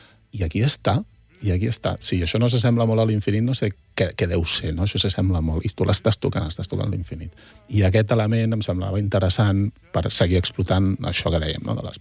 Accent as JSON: {"language": "Catalan", "town": "Taradell", "region": "Catalonia", "country": "Spain", "said": "Sí, que és d'on jo soc de Taradell"}